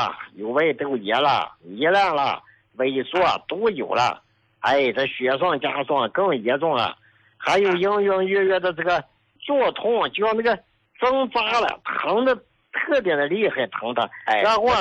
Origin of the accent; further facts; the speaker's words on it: Inner Mongolia, China; 胡老，我是内蒙古的一个患者，也是你的老患者了啊。